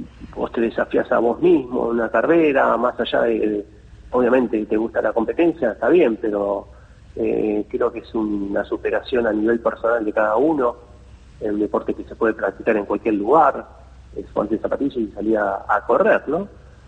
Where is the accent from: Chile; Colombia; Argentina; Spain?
Argentina